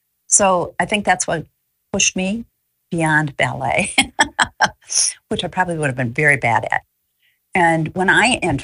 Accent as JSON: {"language": "English", "town": "Chicago", "region": "Illinois", "country": "United States", "tie": "born or raised there", "moved": "as an adult", "lives_now": "New Orleans, United States", "said": "I grew up in Chicago, and I went to school in Lake Forest, and then I went to college in New York."}